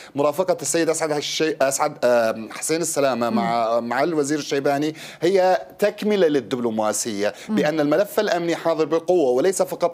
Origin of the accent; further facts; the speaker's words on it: Syria; أنا كسوري